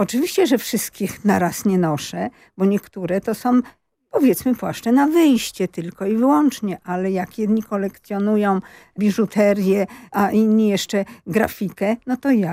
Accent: Łódź, Łódź Voivodeship, Poland; U nas w Łodzi.

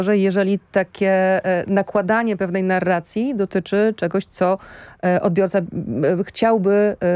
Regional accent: Radom, Masovian Voivodeship, Poland; Jesteśmy oboje z Radomia

